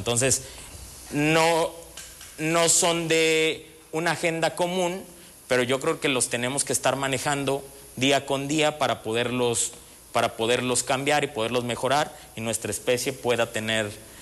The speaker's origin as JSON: {"language": "Spanish", "town": "Zitácuaro", "region": "Michoacán", "country": "Mexico", "tie": "born or raised there", "said": "heroica Zitácuaro, Michoacán."}